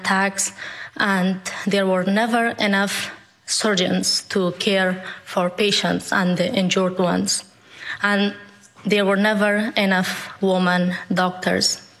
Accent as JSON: {"language": "English", "country": "Afghanistan", "tie": "born or raised there", "said": "I have never met my grandfather, but growing up in Afghanistan, I remember listening to stories about his passion to medicine"}